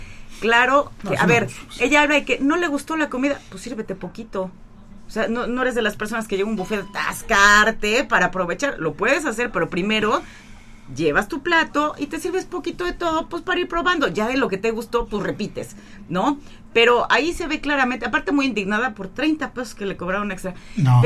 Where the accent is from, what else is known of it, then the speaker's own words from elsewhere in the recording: Mexico; Porque así somos los mexicanos.